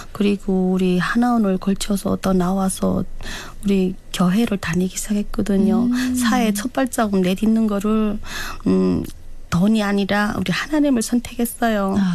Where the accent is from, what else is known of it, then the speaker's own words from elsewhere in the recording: South Hwanghae, North Korea; 제 기억에는 우리 고향이라 하면은 제일 기억이 남는 게 구월산이거든요.